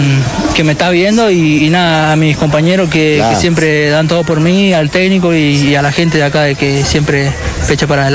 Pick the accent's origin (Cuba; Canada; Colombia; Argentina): Argentina; Chapanay, Mendoza; moved away; Soy de San Martín, Mendoza, vengo de un pueblo que se llama Chapanay